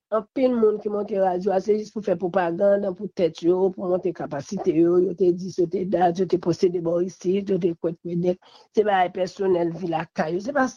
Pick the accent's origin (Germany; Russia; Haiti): Haiti; Et m'pas quoi que c'est seul président Aristide, en tant que Haïtien seulement, que nous gagnons.